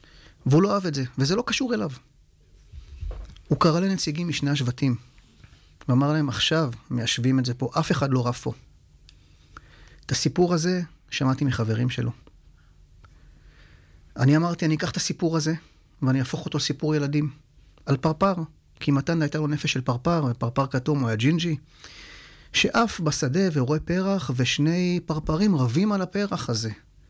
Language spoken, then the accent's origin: Hebrew; Central Israel, Israel; moved away as an adult; now in Dimona, Israel; אני היום גר בדימונה, אבל גדלתי באזור המרכז